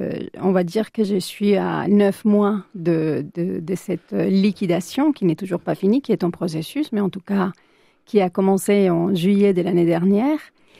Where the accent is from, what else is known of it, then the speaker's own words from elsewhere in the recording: Colombia; moved away as an adult; now in Bordeaux, France; moi-même, je viens de la Colombie et qui après être arrivée sur Bordeaux en 2017, quelque chose comme ça